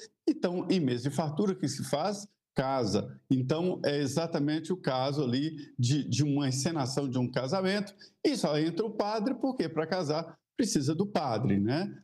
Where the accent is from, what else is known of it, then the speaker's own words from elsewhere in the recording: Minas Gerais, Brazil; Eu sou mineiro, mas sou do Nordeste de Minas.